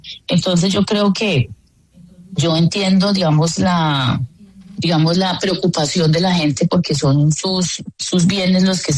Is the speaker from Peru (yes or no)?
no; Colombia